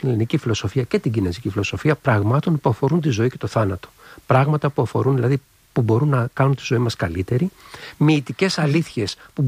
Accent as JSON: {"language": "Greek", "country": "Greece", "also_born_or_lived": "China", "moved": "yes", "said": "έλεγα ότι είμαι Έλληνας"}